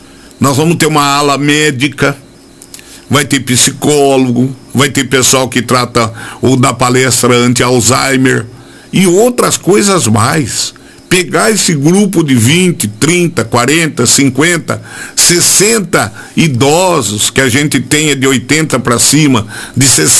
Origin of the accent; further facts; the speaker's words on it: Brazil